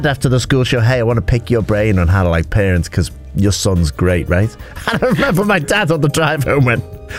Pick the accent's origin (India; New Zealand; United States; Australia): New Zealand; Auckland; born there